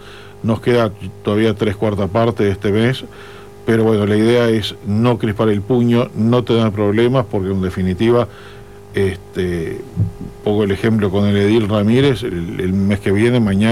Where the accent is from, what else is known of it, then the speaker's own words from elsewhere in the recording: Uruguay; Nosotros los inmigrantes que tenemos en Uruguay